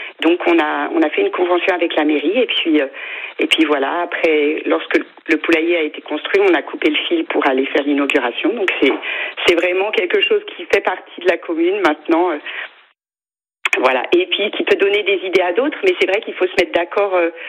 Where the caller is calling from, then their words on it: Pacé, Brittany, France; On est à Passé.